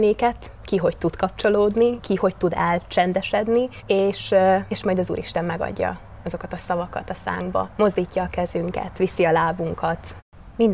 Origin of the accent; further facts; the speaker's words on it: Beregújfalu, Zakarpattia Oblast, Ukraine; moved away as an adult; also born or lived in Sárospatak, Hungary; Beregújfaluból származom, 23 éves vagyok